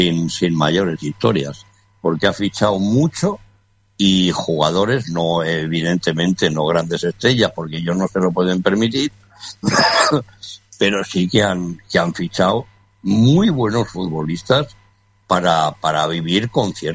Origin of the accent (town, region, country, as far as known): Asturias, Spain; moved away